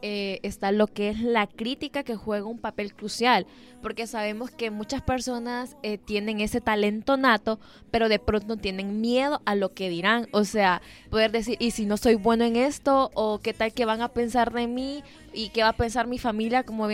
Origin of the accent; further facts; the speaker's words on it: Honduras; es un reto que normalmente nosotros como hondureños, aquellas personas que son artistas